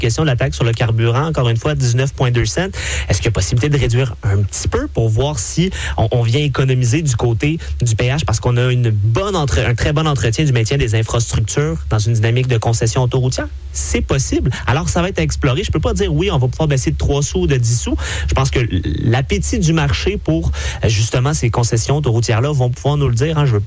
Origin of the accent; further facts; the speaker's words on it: Quebec, Canada; en tant que Québécois